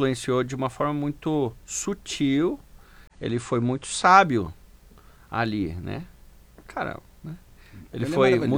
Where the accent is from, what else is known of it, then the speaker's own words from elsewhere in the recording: Umuarama, Paraná, Brazil; now in São Paulo, Brazil; eu sou de Umuarama. Fica perto de Cascavel